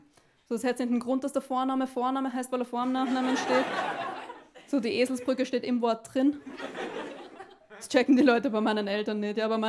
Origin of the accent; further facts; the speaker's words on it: Austria; now in Berlin, Germany; Ich komme aus Österreich. Habe mich gut integriert. Ja. Na, ich wohne jetzt aber seit 2,5 Jahren in Berlin